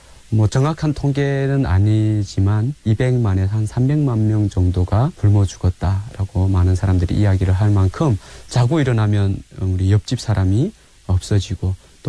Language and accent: Korean; South Hamgyong, North Korea; now in South Korea; 북한의 고향은 함경남도 동해바다 지역에서 태어나서 자랐고요. 제가 92년도에 태어났는데요.